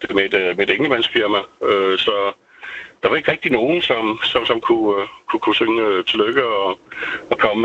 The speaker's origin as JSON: {"language": "Danish", "country": "Faroe Islands", "tie": "born or raised there", "said": "nu er jeg født opvokset på Færøerne"}